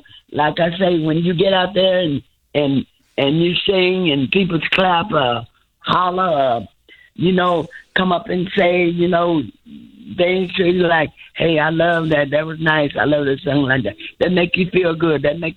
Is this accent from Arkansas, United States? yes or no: yes; Arkansas, United States; I'm from Arkansas